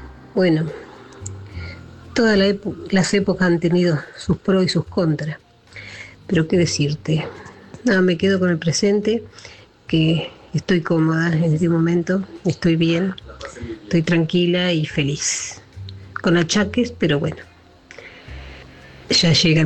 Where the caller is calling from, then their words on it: Coronel Suárez, Buenos Aires Province, Argentina; de Coronel Suárez